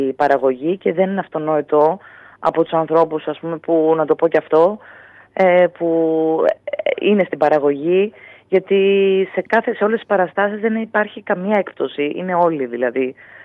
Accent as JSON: {"language": "Greek", "country": "Greece", "said": "είναι οι λόγοι που αισθάνομαι περήφανη που είμαι Ελληνίδα."}